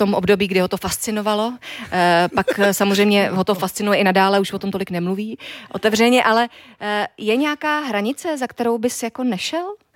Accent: Havířov, Moravian-Silesian Region, Czechia; pocházíme obě z Havířova, jsme severomoravačky

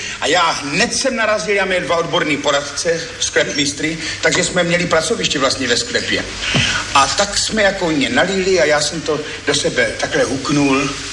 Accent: Brno, South Moravian Region, Czechia; also born or lived in Ivančice / Říčmanice; já do Brna pořád jezdím, mám tady rodinu, takže já jsem vlastně Brňák pořád.

